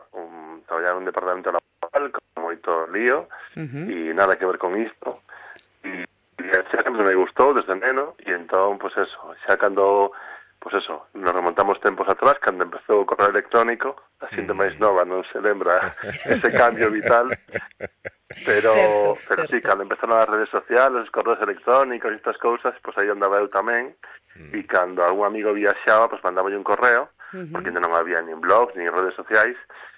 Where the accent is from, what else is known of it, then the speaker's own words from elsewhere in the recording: Pontevedra, Galicia, Spain; born there; now in Poio, Spain; Bueno, de Poio. Nací en Pontevedra, pero vivo en Poio.